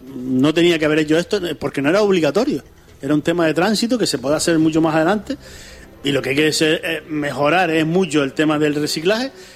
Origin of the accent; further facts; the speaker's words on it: Ingenio, Canary Islands, Spain; Yo soy de Ingenio, nosotros somos de Ingenio.